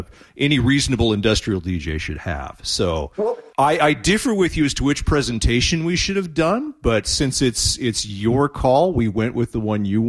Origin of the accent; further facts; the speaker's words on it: New Mexico, United States; I grew up in New Mexico